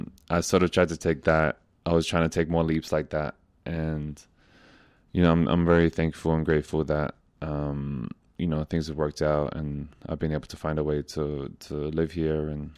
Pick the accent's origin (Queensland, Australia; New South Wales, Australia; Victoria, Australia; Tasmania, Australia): Victoria, Australia; Melbourne; moved away as an adult; now in Castlemaine, Australia; pretty much mostly like Syrian background. And born and raised in Narm, like I mentioned before. And I've been living on Jara country in Castlemaine for a year now.